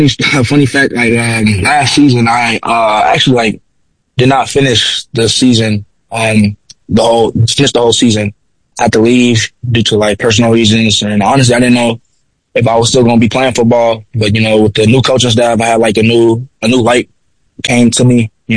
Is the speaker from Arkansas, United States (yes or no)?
yes; Little Rock, Arkansas, United States; I came to Concordia because, I'm originally on from Little Rock, Arkansas